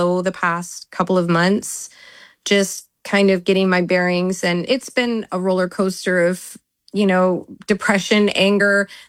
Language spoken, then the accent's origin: English; Canada; I didn't think along the lines of being Canadian, more that I had done my due diligence to have the paperwork in place that I needed in order to correctly navigate the immigration system.